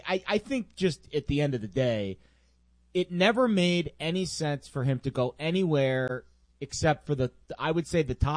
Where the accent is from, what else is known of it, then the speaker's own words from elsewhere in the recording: New York, United States; I mean, and I'm a New Yorker.